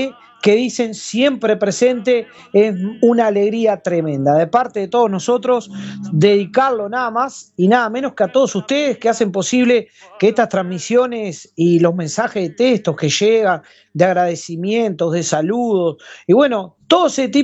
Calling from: Migues, Canelones, Uruguay; de Míguez. Un saludo para toda la audiencia de Continental.

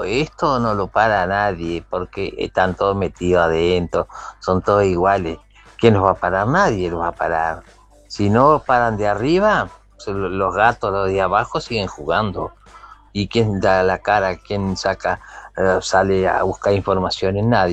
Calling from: Canelones, Uruguay; de la Ruta 101

